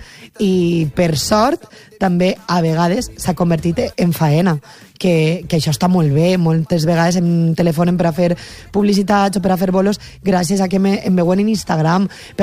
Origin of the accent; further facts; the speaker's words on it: Valencian Community, Spain; now in Catalonia, Spain; Pense que un català o una catalana treballant al País Valencià tindria més crítiques encara que jo que sóc valenciana parlant en valencià a Catalunya.